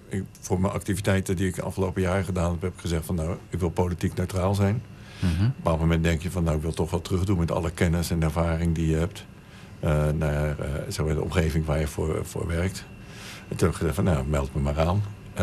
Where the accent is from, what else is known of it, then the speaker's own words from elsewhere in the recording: Amersfoort, Utrecht, Netherlands; also born or lived in Amsterdam; En toen ben ik, toen 3 was, verhuisd naar Amersfoort. En okay. Daar heb ik mijn jeugd doorgebracht. Daar ben ik gaan studeren in Wageningen.